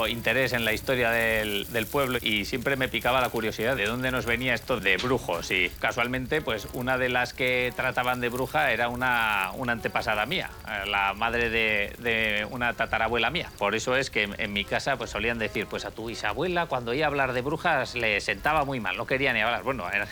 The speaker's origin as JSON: {"language": "Spanish", "town": "Vidangoz", "region": "Navarre", "country": "Spain", "said": "Yo soy un brujo de Vidangoz, porque a los de Vidangoz nos llaman brujos de apodo."}